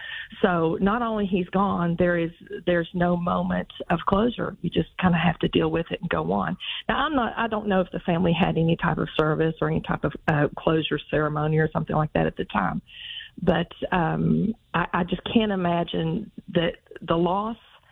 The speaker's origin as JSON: {"language": "English", "town": "Man", "region": "West Virginia", "country": "United States", "said": "I'd say, \"I'm from the great metropolis of Man, West Virginia, the town with three letters and two syllables.\" There's nothing like the people here."}